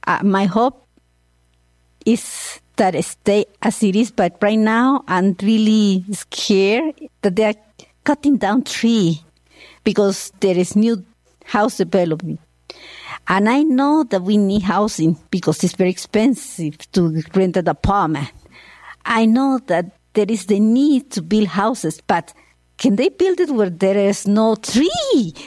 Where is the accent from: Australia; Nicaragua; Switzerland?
Nicaragua; English is a second language; moved away as an adult; now in Corvallis, United States; I am new in town, new in the U.S., and I am originally from Nicaragua, and I arrived to the U.S. through the Refugee Resettlement Program.